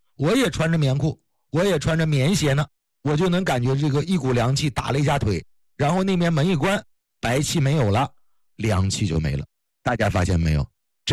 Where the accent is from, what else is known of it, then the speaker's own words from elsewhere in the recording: Northeast China, China; moved away; 小的时候在东北见到的就是这个